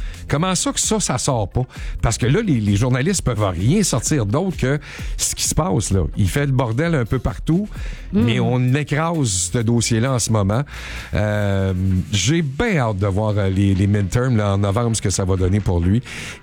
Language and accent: French; Quebec, Canada; c'est chez nous au Québec.